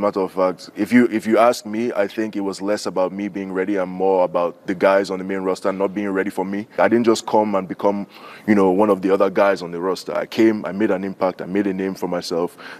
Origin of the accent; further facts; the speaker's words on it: Nigeria; now in United States; I'm Nigerian